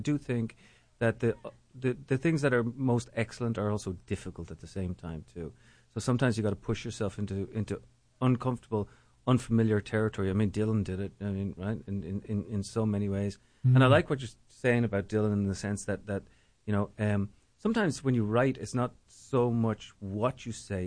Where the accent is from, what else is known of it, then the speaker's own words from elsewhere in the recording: Ireland; moved away as an adult; now in United States; to this country over 30 years ago, and I came over to write a book. I came from Ireland originally